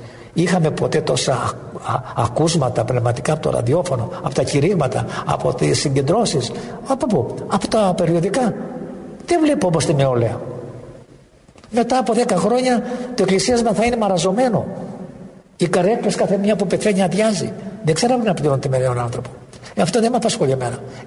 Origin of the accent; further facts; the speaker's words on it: Peloponnese, Greece; Γι' αυτό είμαι από την Αργολίδα.